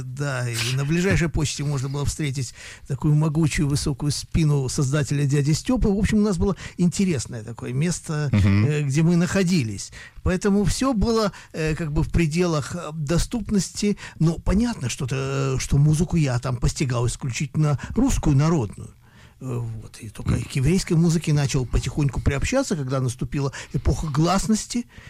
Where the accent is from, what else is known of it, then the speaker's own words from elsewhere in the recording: Odesa, Odesa Oblast, Ukraine; Я жил, да, я жил на уроженец Одессы. В моем слуховом доступе была на радиоволнах вся молдавская и румынская музыка.